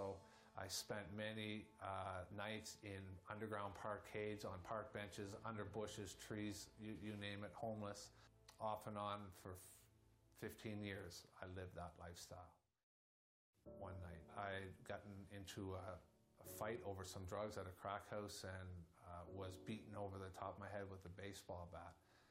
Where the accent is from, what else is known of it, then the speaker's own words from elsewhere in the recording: Saint John, New Brunswick, Canada; I grew up in St. John, New Brunswick, into just a relatively normal, typical home.